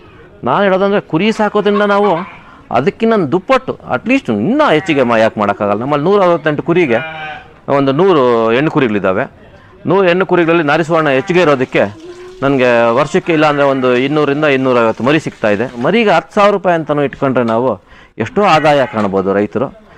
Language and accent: Kannada; Kolar district, Karnataka, India; ಇದು ಮೂಲತಃ ನಮ್ಮದು ಸ್ವಂತ ಹುಟ್ಟು ಗ್ರಾಮ.